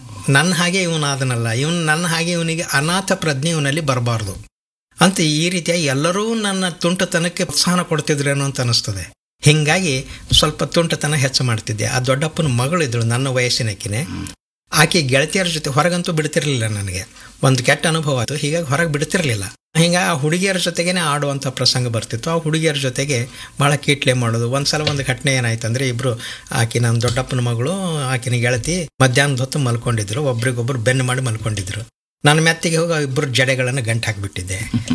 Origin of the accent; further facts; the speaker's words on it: Karnataka, India; ನಮ್ಮ ಊರಿನೊಳಗೆ ಬೀದರ್ ಜಿಲ್ಲೆಯೊಳಗೇ ಕನ್ನಡ ಮಾಧ್ಯಮದ ಶಾಲೆಗಳೇ ಇರಲಿಲ್ಲ.